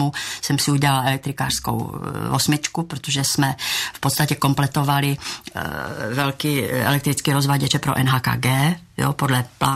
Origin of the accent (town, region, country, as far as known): Ostrava, Moravian-Silesian Region, Czechia; born there; moved away